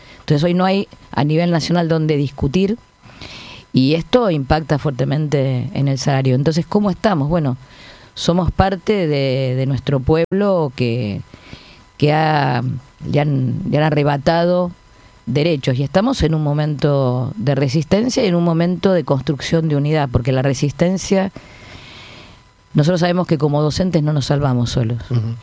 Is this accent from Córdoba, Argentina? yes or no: no; Castelar, Buenos Aires Province, Argentina; born there; now in La Matanza, Argentina; Soy de La Matanza, vivo en el partido de La Matanza, nací acá en Castelar